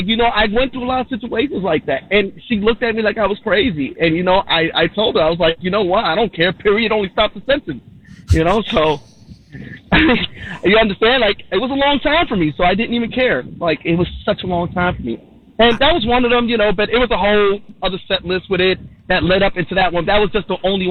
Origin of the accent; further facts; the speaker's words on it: New York, United States; I'm from New York. I never heard that.